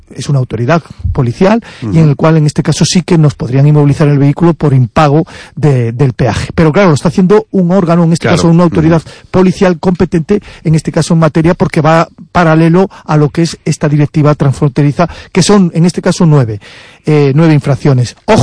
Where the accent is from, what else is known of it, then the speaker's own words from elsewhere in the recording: Spain; ya sabemos cómo somos los españoles, la picaresca.